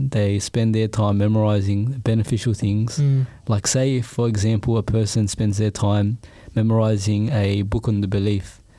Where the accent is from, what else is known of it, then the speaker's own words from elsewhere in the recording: Australia; definitely growing up in Australia, like in Australian schools